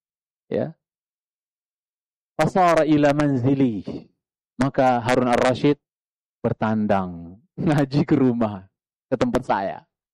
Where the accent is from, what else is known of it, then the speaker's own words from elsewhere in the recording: Indonesia; Saya orang Cilangkap, orang di sini